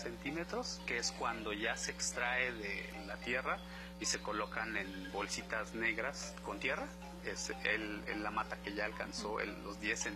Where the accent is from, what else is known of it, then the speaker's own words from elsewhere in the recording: Tanetze de Zaragoza, Oaxaca, Mexico; provengo de la comunidad de Tanetz de Zaragoza, el lugar y en donde producimos y vivimos con el café.